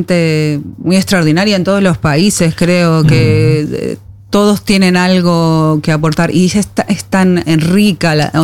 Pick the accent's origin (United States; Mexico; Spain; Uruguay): Uruguay; moved away; en Uruguay hace 13, 14